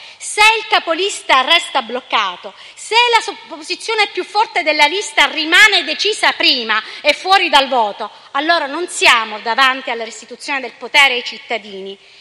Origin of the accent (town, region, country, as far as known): Sicily, Italy